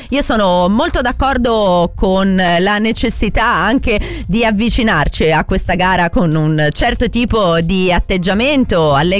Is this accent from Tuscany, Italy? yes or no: no; Lombardy, Italy; io però da lombarda